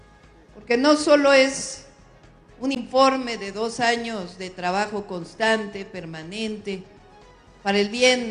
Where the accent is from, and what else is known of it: Mexico